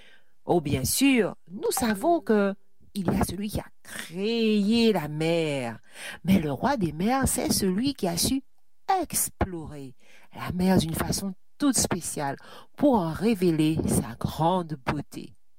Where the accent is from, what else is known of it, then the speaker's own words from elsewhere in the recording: Pointe-Noire, Republic of the Congo; chez nous à Malendu, Pointe-Noire